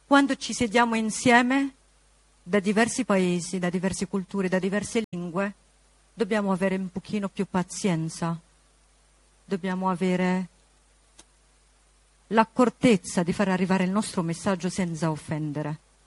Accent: Lebanon; now in Italy; Per me l'Italia è casa, per mio figlio l'Italia è casa. Mio figlio, se ritorna nel mio paese d'origine, in Libano, non sa cosa fare

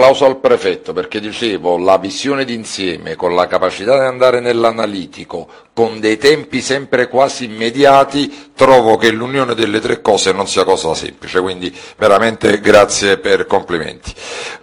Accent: Naples, Campania, Italy; e lo dico da napoletano

